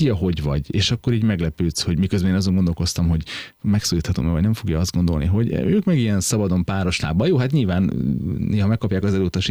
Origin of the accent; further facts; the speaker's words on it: Borsod-Abaúj-Zemplén, Hungary; de mondom, én Borsodból jöttem.